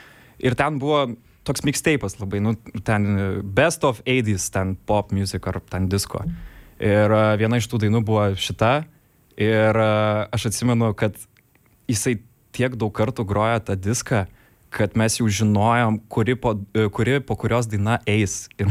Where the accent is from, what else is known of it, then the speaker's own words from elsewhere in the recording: Vilnius, Vilnius County, Lithuania; Šiaip kurį laiką gyvenau Lazdynuose, po to taip atsitiko, kad persikraustėm į Saulėtekį, čia Antakalnio galas, bet mano visi draugai kažkaip gyveno Žirmūnuose, kadangi lankiau Tuskulėnų vidurinę, po to gimnaziją tapo.